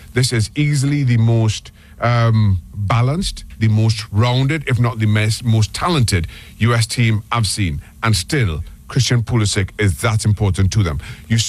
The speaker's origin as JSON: {"language": "English", "country": "Trinidad & Tobago", "tie": "born or raised there", "said": "And listen, I am not American. I grew up in Trinidad Tobago. I played my football there."}